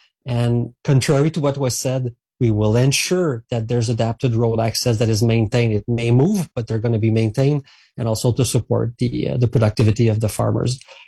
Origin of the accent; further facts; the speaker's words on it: Saint-Hyacinthe, Quebec, Canada; I come from a farmer region myself. I was raised in Saint-Hyacinthe, which is the capital of the agricultural world in Quebec.